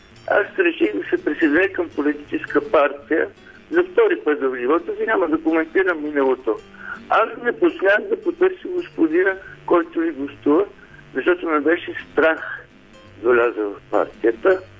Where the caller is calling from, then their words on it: Pernik, Pernik Province, Bulgaria; от Перник.